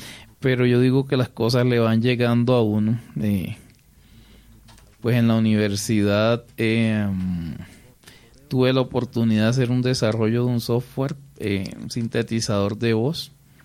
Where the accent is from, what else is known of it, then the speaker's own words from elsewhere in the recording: Arjona, Bolívar, Colombia; yo soy de Arjona, Bolívar, yo iba desplazándome de Arjona hacia Cartagena para la universidad